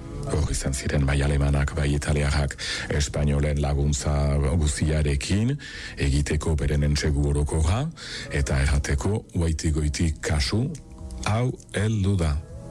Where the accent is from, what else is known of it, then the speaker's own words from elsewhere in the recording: Saint-Pée-sur-Nivelle, Nouvelle-Aquitaine, France; Ni senpertara naiz, euskalduna naiz, eskuarabanakien kasi galdu nuen berreskuratu dut, fededuna naiz